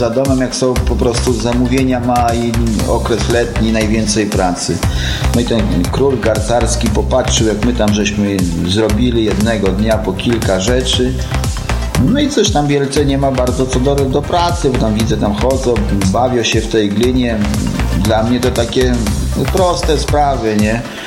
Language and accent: Polish; Urzędów, Lublin Voivodeship, Poland; był tu plener u nas w Urzędowie